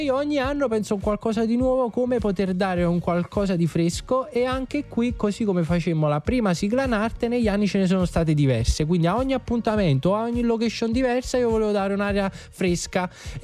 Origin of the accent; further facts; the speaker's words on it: Naples, Campania, Italy; da Napoli non vado via